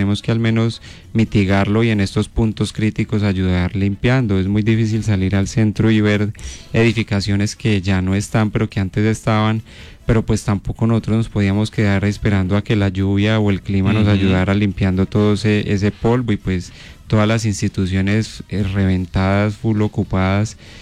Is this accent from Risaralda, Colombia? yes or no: yes; Pereira, Risaralda, Colombia; yo soy pereirano.